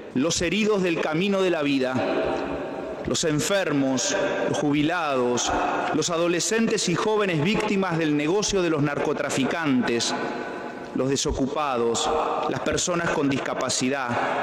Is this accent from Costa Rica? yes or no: no; Argentina; A veces, como sociedad argentina, también recorremos caminos peligrosos